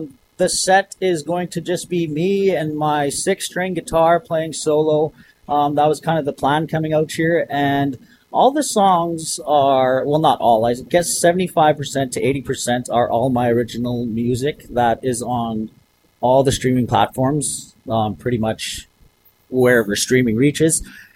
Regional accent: Dillon, Saskatchewan, Canada; I actually, I'm from Saskatchewan, northern Saskatchewan, a little place called Dillon.

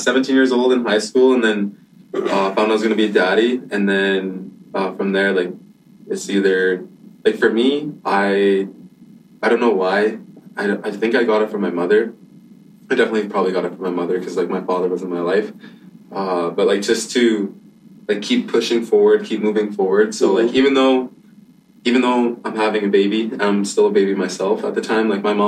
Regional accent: Saddle Lake Cree Nation, Alberta, Canada; I'm from Satellite Cree Nation. I'm 23 years old.

